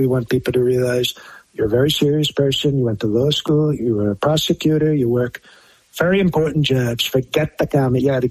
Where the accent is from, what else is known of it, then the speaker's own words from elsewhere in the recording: New York, United States; I'm from New York.